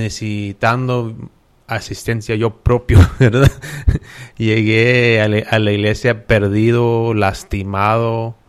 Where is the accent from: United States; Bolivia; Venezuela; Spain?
United States; Midland, Texas; toda la vida he estado aquí en Midland, ahí... pues toda la vida ahí en la East Side, junto de Hidalgo Park, ahí viven mis abuelos todavía. Y en esa área, todo desde niño ahí estaba yo Y pues soy de Midland y no pienso nunca irme de Midland.